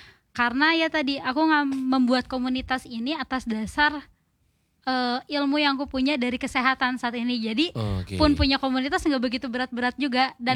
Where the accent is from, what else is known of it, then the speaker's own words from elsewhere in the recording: Cimahi, West Java, Indonesia; Iya, aku dari Cimahi.